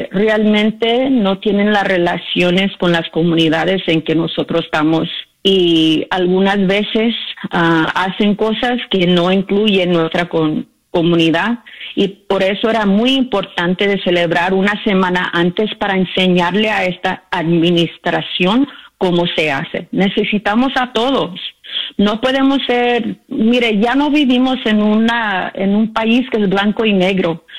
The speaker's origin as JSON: {"language": "Spanish", "country": "United States", "said": "Yo soy chicana, mi mamá es de Zacatecas, México, pero mi papá es indígena a este país. Nacido en 1024 en Anaheim, mis abuelos de San Antonio de los 1800s."}